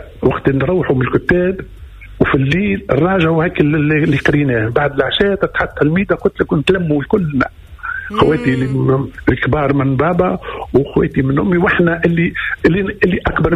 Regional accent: Tunisia; وبعد هنا الدار اللي هبتنا فيها في تونس وسكننا فيها

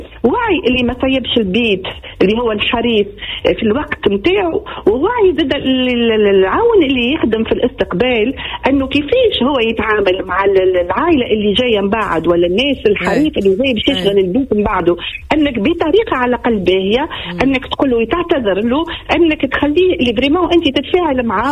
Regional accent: Tunisia; هوني الحقيقة أنا كمواطنة تونسية

